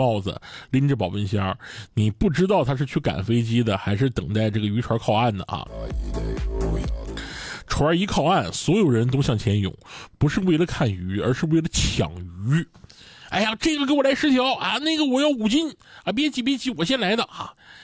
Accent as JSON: {"language": "Chinese", "town": "Dalian", "region": "Liaoning", "country": "China", "said": "咱们大连人到底有多爱排队。"}